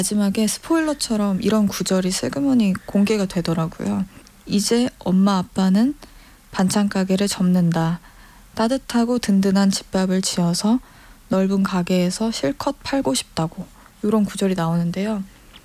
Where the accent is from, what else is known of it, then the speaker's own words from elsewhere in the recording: Chungcheong, South Korea; 저는 충청도 사람이라